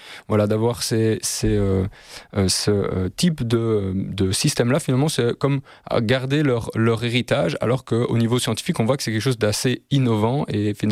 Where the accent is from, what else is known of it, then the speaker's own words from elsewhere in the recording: Brussels, Brussels-Capital Region, Belgium; moi je suis issu de Bruxelles